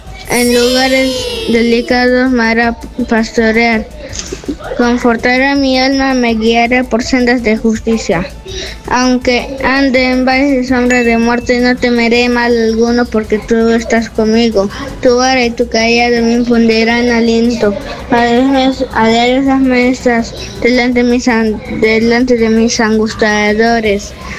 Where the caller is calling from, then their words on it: Pichanaqui, Junín, Peru; Soy de Pichonati.